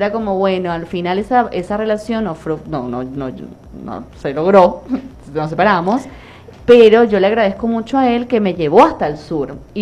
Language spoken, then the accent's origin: Spanish; Venezuela; accent: Venezuelan; Porque viste que nuestro acento, el acento venezolano, es muy atractivo.